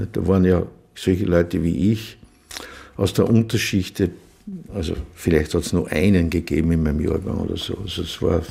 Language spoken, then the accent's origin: German; Vienna, Austria; das lernt man halt als Kind in Wien, nicht?